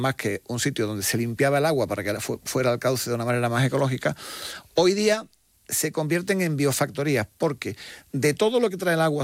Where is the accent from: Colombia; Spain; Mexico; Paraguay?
Spain